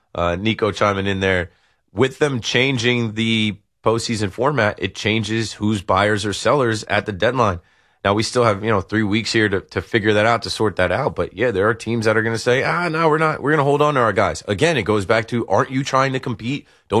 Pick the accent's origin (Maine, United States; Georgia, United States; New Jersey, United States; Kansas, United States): New Jersey, United States; Ocean Township; I'm from New Jersey. I don't pretend to be from the towns. I'm from the township. I'm from Ocean Township, man. And I'm proud to be somebody from New Jersey, from the Shore Conference, Monmouth County